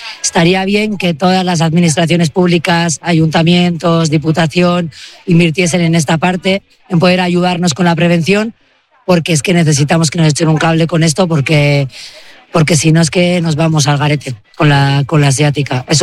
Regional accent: Basque Country, Spain; De Archantales, en Carterri.

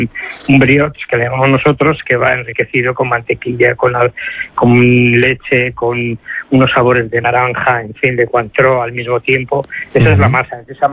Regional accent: Bilbao, Basque Country, Spain; como somos de Bilbao

